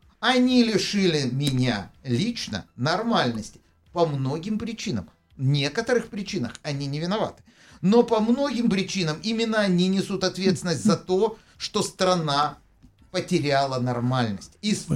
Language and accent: Russian; Israel; ты спокойно выезжаешь и говоришь, что ты из Израиля.